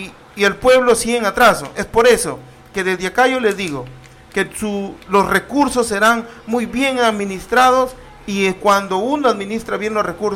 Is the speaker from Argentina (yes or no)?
no; Túcume, Lambayeque, Peru; un hijo de esta tierra que me ha visto nacer, crecer.